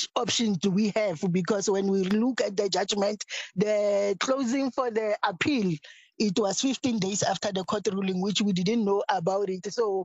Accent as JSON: {"language": "English", "country": "South Africa", "said": "as South Africans."}